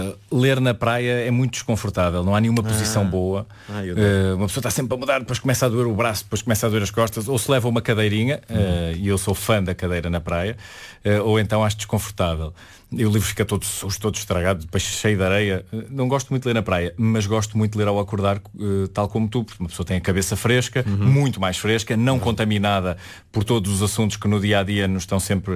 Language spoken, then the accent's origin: Portuguese; Espinho, Norte, Portugal; also born or lived in Porto; eu nasci no Porto, mas os meus pais eram professores e estavam colocados em Espinho. E eu vivia ao lado da Biblioteca Municipal de Espinho. Tive a sorte de ser um miúdo que cresceu na rua